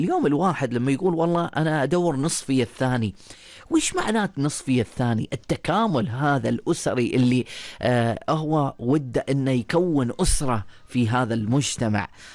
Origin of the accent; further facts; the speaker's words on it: Oman; وهذا اللي تربينا عليه في سلطنة عمان